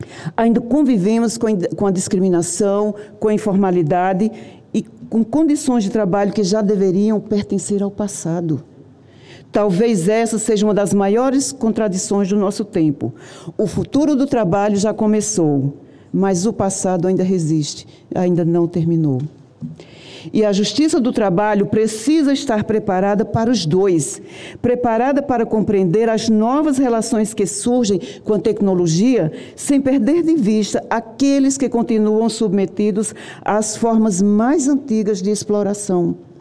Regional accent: Paraíba, Brazil; aí eu vou homenagear a minha terra, Paraíba

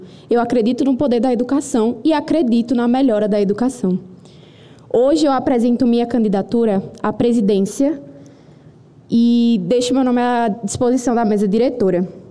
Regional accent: Arapiraca, Alagoas, Brazil; Tenho a honra de representar o estado de Alagoas. Vim da cidade de Arapiraca.

